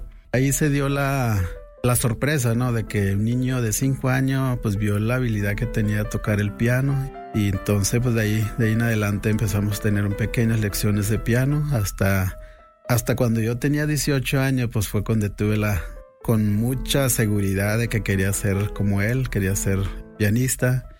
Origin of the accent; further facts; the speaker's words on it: Retosachi, Chihuahua, Mexico; Soy de Retosachi, en Batopilas, 12 horas más o menos desde desde la capital, aquí en Chihuahua. Estuve ahí en la comunidad con mis papás hasta los 12 años